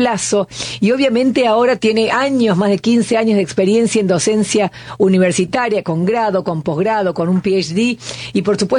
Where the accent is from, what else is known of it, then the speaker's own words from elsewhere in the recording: Córdoba, Argentina; Qué lindo, Córdoba. Viste, con la gente del interior, chicas, saben, yo soy cordobesa, la gente del interior, tenemos ese no, sé qué.